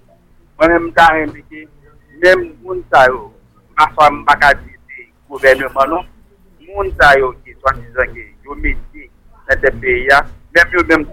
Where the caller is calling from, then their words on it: Haiti; en tant que haïtien